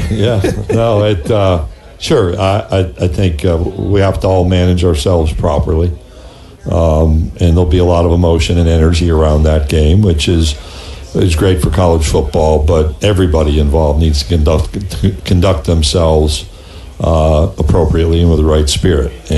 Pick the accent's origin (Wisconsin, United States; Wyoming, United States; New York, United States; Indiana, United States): New York, United States; moved away; I grew up in upstate New York, and I'm not moving back there.